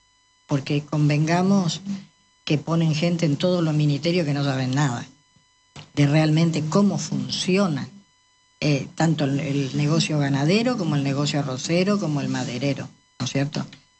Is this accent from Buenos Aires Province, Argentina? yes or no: no; Corrientes, Argentina; somos todos correntinos